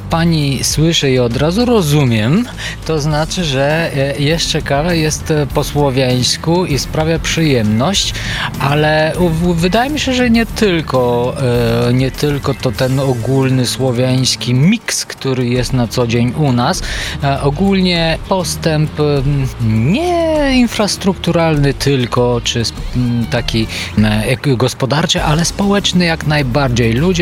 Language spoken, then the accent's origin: Polish; Bulgaria; Polish is a second language; moved away as an adult; also born or lived in Sofia; now in Lublin, Poland; Jestem Bułgarem, ale od 2011 roku już na stale związany jestem z Lublinem.